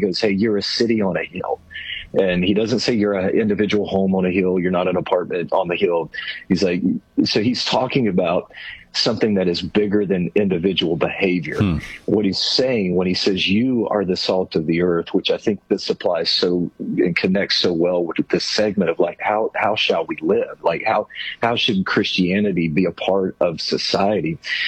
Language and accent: English; Arkansas, United States; I grew up in Arkansas, so you know, if there was a Southern translation of the Bible, it would translate it, y'all are the salt of the earth.